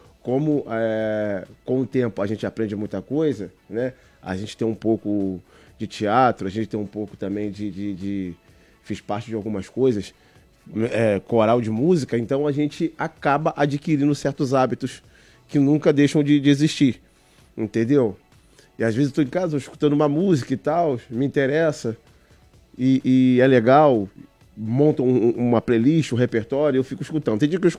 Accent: Campos dos Goytacazes, Rio de Janeiro, Brazil; moved away as an adult; eu sou campista, né? Vim lá de Campos há 12 anos atrás, tô aqui há 10 anos.

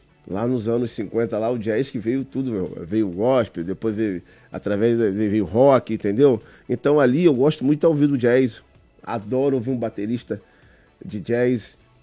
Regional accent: Campos dos Goytacazes, Rio de Janeiro, Brazil; moved away as an adult; eu sou campista, né? Vim lá de Campos há 12 anos atrás, tô aqui há 10 anos.

